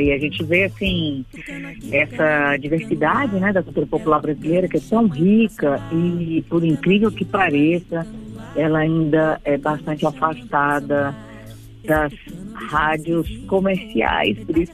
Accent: Brasília, Federal District, Brazil; born there; Eu sou nascida em Brasília, sou assim, primeira geração, filha de candangos

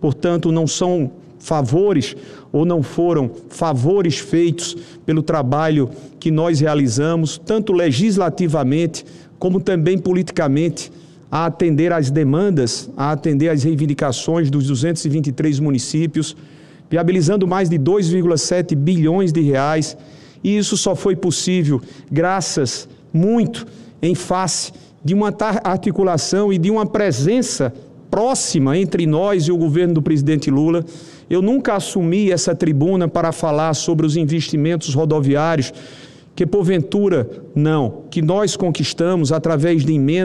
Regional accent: Northeast Region, Brazil; eu sou nordestino

